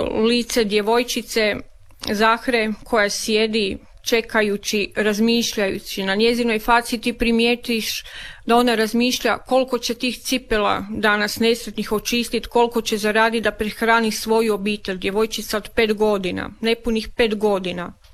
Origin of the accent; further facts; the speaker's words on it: Velika Gorica, Zagreb County, Croatia; u galeriji Trumbetaž u mom rodnom gradu Velikoj Gorici